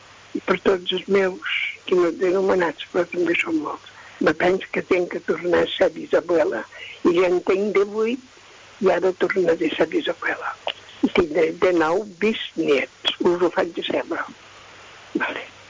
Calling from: Menorca, Balearic Islands, Spain; de Menorca

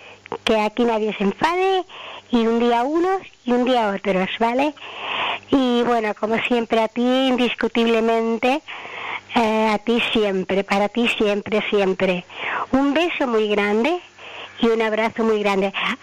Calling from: Palma, Balearic Islands, Spain; de San Oliva.

